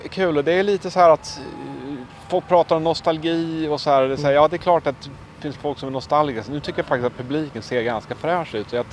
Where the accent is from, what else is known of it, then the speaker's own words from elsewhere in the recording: Dalarna County, Sweden; Jag är uppvuxen i Dalarna, men mina släktingar är ju... mina gener är ju utmejslade i Västergötland och Östergötland.